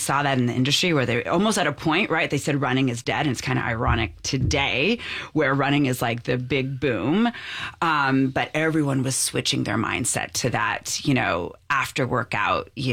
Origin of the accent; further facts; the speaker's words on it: Cerritos, California, United States; right here in L.A., Cerritos, California.